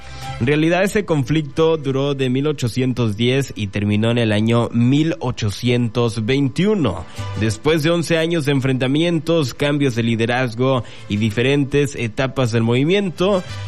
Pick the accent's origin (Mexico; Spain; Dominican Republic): Mexico; nosotros sabemos como mexicanos